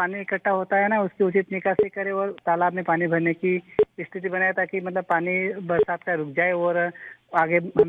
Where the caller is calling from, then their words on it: Ujjain district, Madhya Pradesh, India; ग्राम बछोड़ा, तहसील नागदा, जिला उज्जैन से।